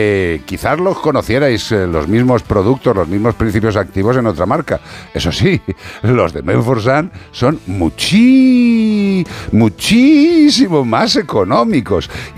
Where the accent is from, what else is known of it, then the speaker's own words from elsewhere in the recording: Galicia, Spain; Ay, mi tierra, algunas veces, pues como todos lados. Bisones muertos, mutilados, suciedad extrema, la granja de los horrores de La Coruña ha sido denunciada por una ONG.